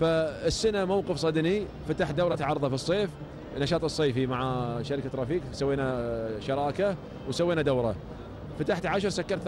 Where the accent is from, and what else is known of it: Qatar